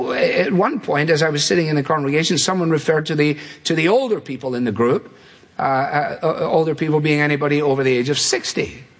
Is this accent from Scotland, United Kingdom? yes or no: yes; Scotland, United Kingdom; As a Scotsman, it appeals to me.